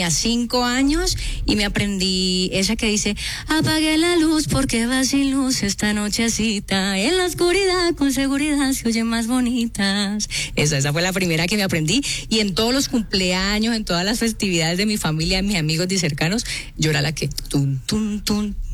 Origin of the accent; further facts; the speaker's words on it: Cali, Valle del Cauca, Colombia; Soy caleña y me encanta la salsa. Crecí escuchando salsa y bailando salsa.